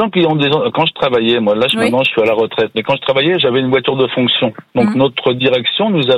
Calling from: Gorges, Pays de la Loire, France; Alors, j'habite à Gorges.

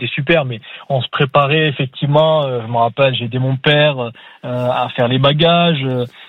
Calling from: Cavaillon, Provence-Alpes-Côte d'Azur, France

